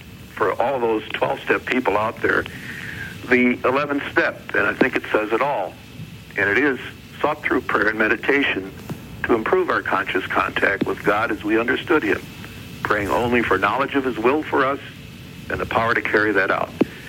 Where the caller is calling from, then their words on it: Indiana, United States; I'm from Indiana.